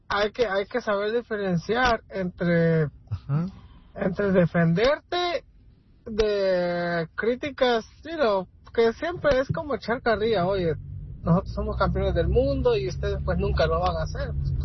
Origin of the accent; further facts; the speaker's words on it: El Salvador; Porque yo dije que yo soy salvadoreño.